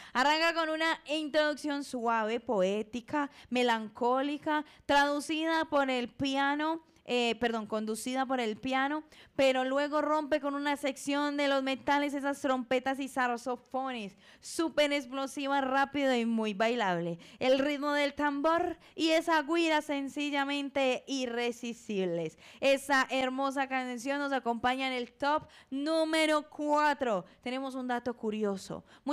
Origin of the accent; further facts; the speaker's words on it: Colombia; Soy una estrellita colombiana